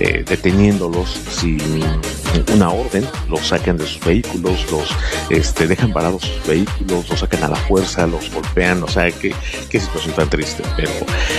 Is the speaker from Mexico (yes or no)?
yes; Mexico; también somos norteamericanos, los mexicanos